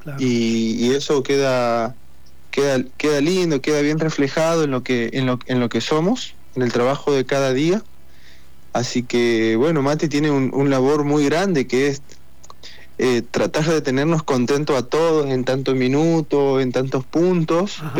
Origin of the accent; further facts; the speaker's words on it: Chaco, Argentina; moved away; yo soy de Chaco